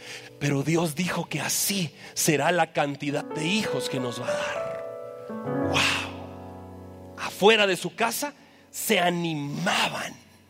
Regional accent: Jalapa, Guatemala; now in Guatemala City, Guatemala; Me vine de Jalapa para acá en el 95, pero en el 2000 llegué a la Frater.

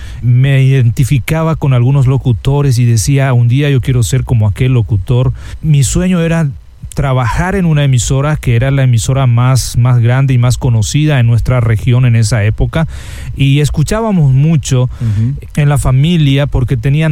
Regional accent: Paraguayan Chaco, Paraguay; Particularmente nací y crecí en el Chaco paraguayo, como conocemos allí, en esa región.

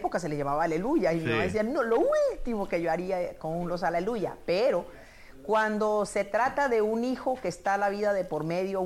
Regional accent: Colombia; Soy de origen de Colombia, común y corriente

